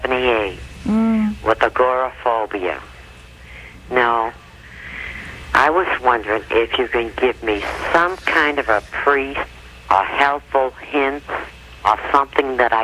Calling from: Randolph, Massachusetts, United States; I'm from Randolph, Mass.

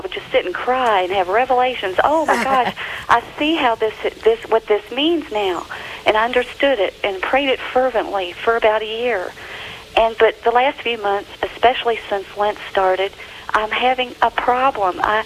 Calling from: Louisville, Kentucky, United States; I'm from Louisville, Kentucky.

